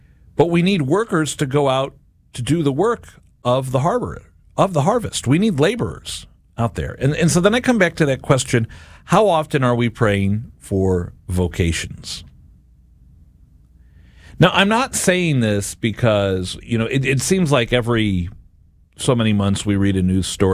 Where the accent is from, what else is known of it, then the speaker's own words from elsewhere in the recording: United States; I think about where I grew up in South County